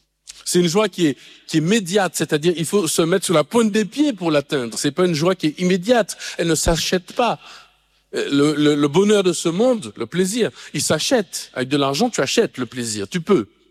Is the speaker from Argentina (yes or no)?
no; Martinique; Moi, je suis de Martinique, je connais pas ce genre de choses.